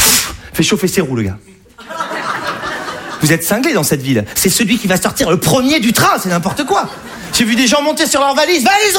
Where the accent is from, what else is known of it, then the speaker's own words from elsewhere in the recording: Saint-Émilion, Nouvelle-Aquitaine, France; Comme l'a dit Guillaume, je viens de Saint-Émilion.